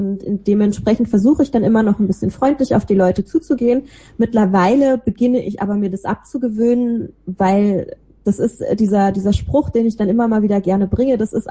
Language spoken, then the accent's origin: German; Rhineland, Germany; accent: Rhineland dialect; ich bin halt nun mal im Rheinland aufgewachsen